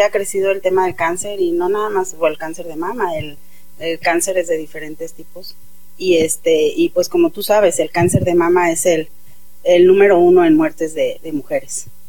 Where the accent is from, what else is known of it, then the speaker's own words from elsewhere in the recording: Querétaro, Mexico; pacientes que somos de acá de la Sierra Gorda